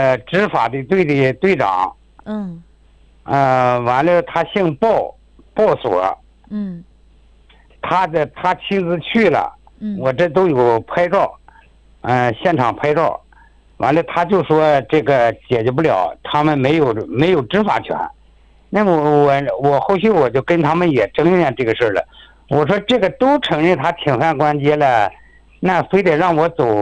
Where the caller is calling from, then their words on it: Chifeng, Inner Mongolia, China; 我是 赤峰市奥汉旗新会镇，新地村小横道的组。